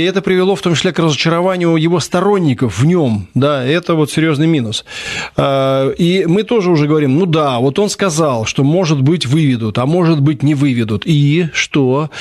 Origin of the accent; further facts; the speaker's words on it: Moscow, Russia; Ну, я просто коренной москвич, поэтому меня вообще вот там, условно говоря, вся эта урбанистическая культура, она меня не трогает.